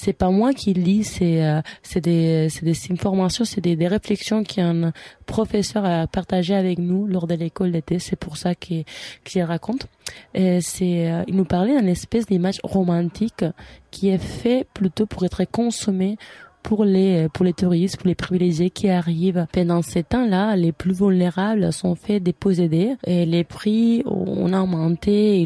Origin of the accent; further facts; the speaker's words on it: Spain; French is a second language; now in Canada; Moi, je viens de l'Espagne, qui c'est quand même une monarchie parlementaire. On a aussi des rois, et au Canada aussi, on a des rois